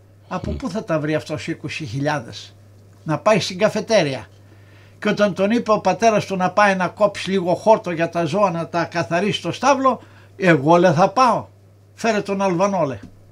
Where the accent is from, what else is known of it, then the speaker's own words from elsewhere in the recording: Greece; moved away as an adult; με τις δικές μου σκέψεις που ήρθα από την Ελλάδα μεγαλωμένος